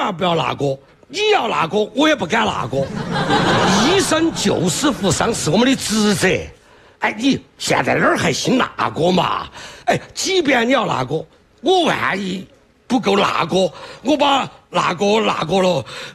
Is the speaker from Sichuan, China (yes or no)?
yes; Sichuan, China; 最好耍、最巴适的还是我们四川人。